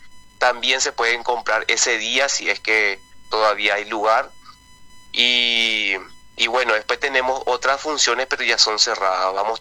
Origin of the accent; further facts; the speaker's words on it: Asunción, Paraguay; Sí, nosotros somos todos de Asunción.